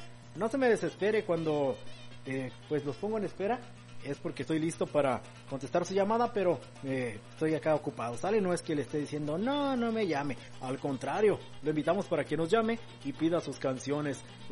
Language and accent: Spanish; San Luis Río Colorado, Sonora, Mexico; moved away; soy ranchero. Allá en los cerros, dijo que, allá en los desiertos de Sonora, allá en San Luis Río Colorado, donde dejé, pues, mucho más que el ombligo